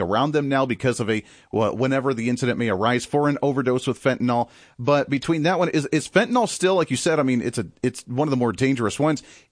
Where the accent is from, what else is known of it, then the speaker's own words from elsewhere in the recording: Bailey, Colorado, United States; moved away as an adult; now in Kansas, United States; I grew up in Colorado as well. I went to my broadcasting school in Denver there. I grew up in the little town of Bailey, Colorado, where I went to high school.